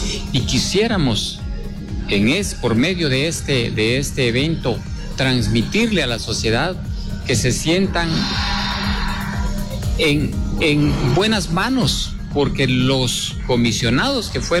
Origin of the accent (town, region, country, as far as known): Guatemala